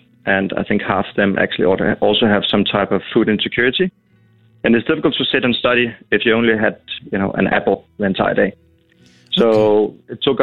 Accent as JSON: {"language": "English", "country": "Denmark", "moved": "yes", "lives_now": "South Africa", "said": "Denmark, but I lived here the last 6 years, and we think it's a great place to be in South Africa."}